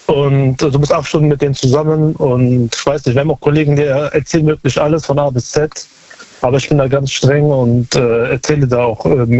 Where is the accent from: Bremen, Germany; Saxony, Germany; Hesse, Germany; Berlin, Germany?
Berlin, Germany; Aus Neukölln.